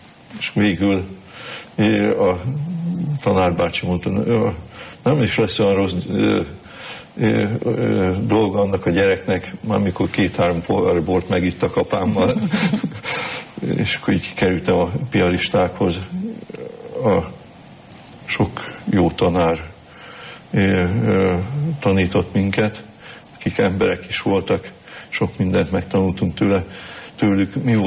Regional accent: Jánoshalma, Bács-Kiskun, Hungary; also born or lived in Kecskemét; Hát egy falusi családban nőttem föl. Szülőfalomba születtem. Jánoshalmán akkor még volt szülőotthon. Egy egyszerű családba, ahol két dolog volt szent, a család és a hit.

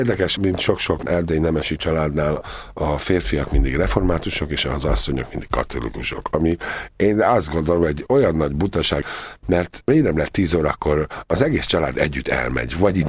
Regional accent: Nagymaros, Pest, Hungary; born there; Nagymaroson, ahol én is születtem

